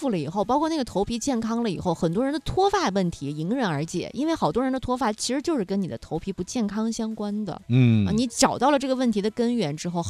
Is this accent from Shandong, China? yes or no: yes; Shandong, China; 我家是山东的